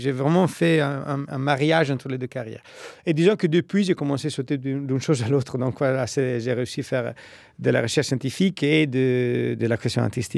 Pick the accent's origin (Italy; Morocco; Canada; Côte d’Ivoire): Italy; French is a second language; now in Paris, France; je suis compositeur et mathématicien, je suis italien et je travaille en ce moment à l'IRCAM de Paris.